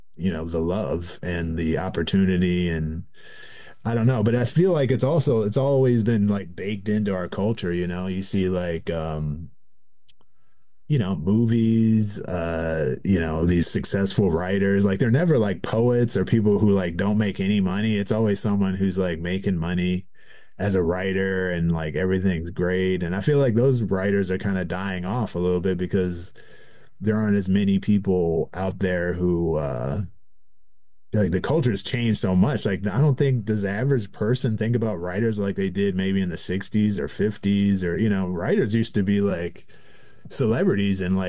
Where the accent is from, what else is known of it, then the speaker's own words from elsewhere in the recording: Virginia, United States; born there; now in West Coast, United States; I'm a biracial black man, so like my mother's black, my father's white. I grew up mostly around my mother's side of the family in Virginia, but I also grew up partially around my father's side out here in on the West Coast.